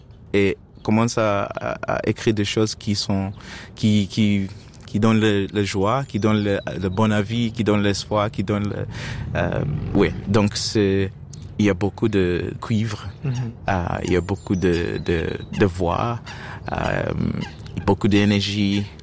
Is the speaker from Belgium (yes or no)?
no; Zimbabwe; first language sn; French is a second language; c'est des paroles qui sont prises d'un proverbe, dans ma langue maternelle Shona.